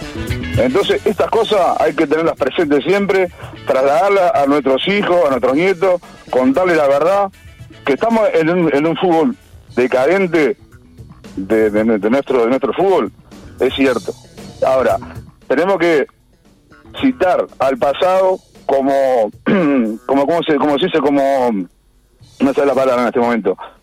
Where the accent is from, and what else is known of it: Uruguay